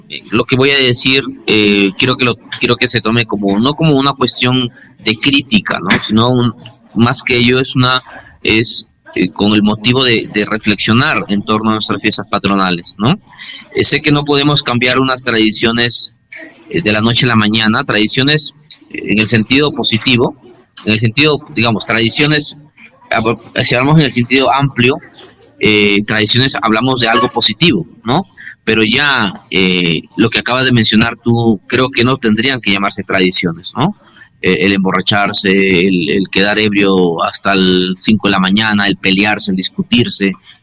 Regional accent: Peru; somos así los peruanos

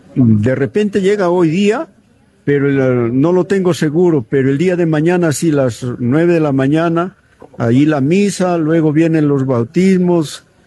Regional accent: Barro Negro, La Libertad, Peru

